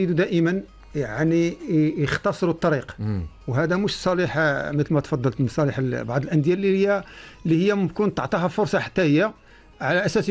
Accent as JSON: {"language": "Arabic", "country": "Oman", "said": "معنا في عمان."}